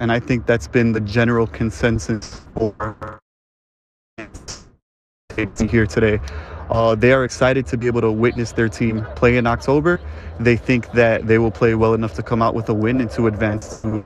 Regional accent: Chicago, Illinois, United States; So as a Chicagoan, I'm trying to stay neutral given that I am a very devoted Cubs fan

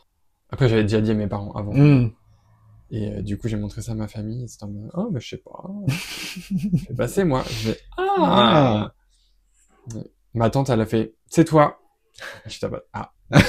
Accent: Rouen, Normandy, France; moved away; Moi, je viens de Rouen

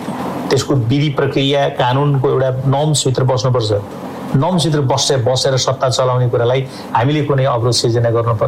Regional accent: Bagmati, Nepal; moved away; म रामेछापको मान्छे हो, मैले धेरै टेलिभिजनमा भनेको पनि छु, मेरो गाउँमा बाटो थिएन, दोलाल घाटमा आएर 2 दिन हिँडेर गाडी चढ्या हो, आज मेरो दैलासम्म पिच बाटो पुग्छ

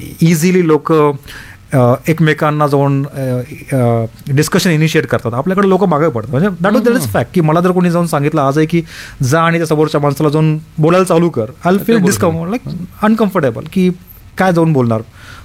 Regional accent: Latur, Maharashtra, India; म्हटलं असं असं मी लातूरचा आहे.

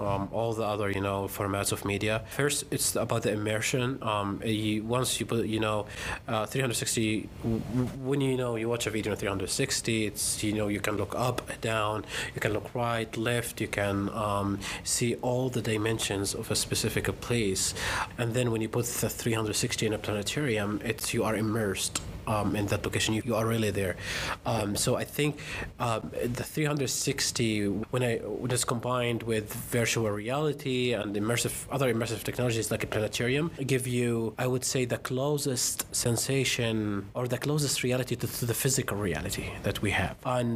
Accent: Gaza, Gaza Strip, Palestine; moved away; visit my hometown. I wanted to visit the city where I was born

